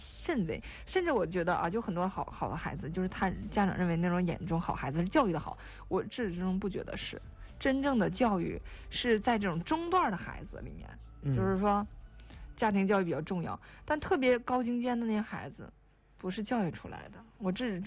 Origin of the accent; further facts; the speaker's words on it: Northeast China, China; 我们东北人